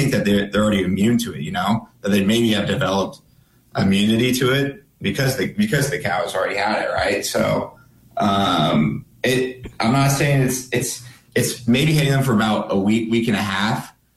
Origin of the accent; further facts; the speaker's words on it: Twin Falls, Idaho, United States; moved away; I grew up in Southern Idaho, actually, in the Twin Falls area, family dairy out of Burley, Idaho. I go back there every 2.5 to 3 months